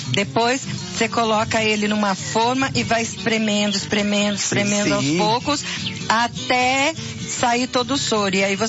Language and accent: Portuguese; Paraná, Brazil; Sabia que quando eu era criança pequena lá no Paraná, eu fazia queijo?